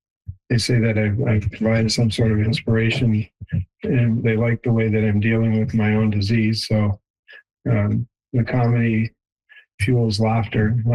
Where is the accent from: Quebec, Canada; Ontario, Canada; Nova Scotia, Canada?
Ontario, Canada; Windsor; I'm originally a Southern Ontario boy, so I like to go back to Windsor, which is my hometown. I've got family in London, in Ottawa, and Toronto.